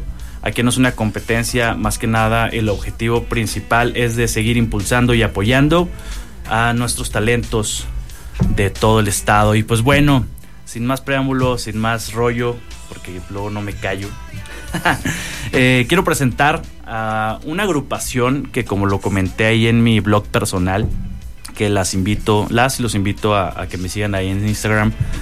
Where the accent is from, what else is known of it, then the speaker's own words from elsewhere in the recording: Saltillo, Coahuila, Mexico; como decimos aquí en Saltillo